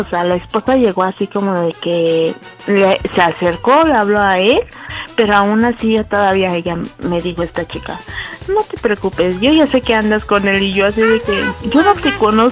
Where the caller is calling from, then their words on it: Mexico City, Mexico; 30, de la Ciudad de México.